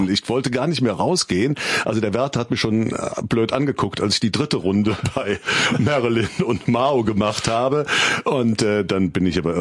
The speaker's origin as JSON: {"language": "German", "town": "Cologne", "region": "North Rhine-Westphalia", "country": "Germany", "said": "ich bin ja ein Kölsche Junge"}